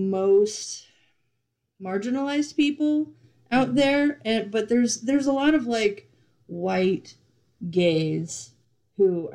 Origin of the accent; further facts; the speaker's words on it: Bible Belt, United States; I'm from the Bible Belt, I think. It's growing up there is like growing up in the 70s or 80s.